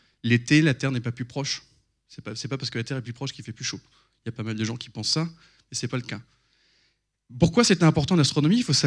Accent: Brittany, France; Je suis breton

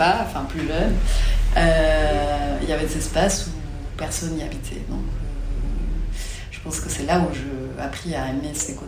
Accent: Ensenada, Baja California, Mexico; French is a second language; moved away as an adult; now in Marseille, France; la ville où j'ai grandi au Mexique, c'est marrant parce qu'on fait du vin.

